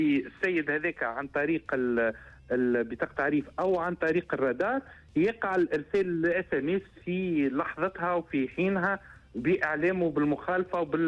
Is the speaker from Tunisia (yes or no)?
yes; Tunisia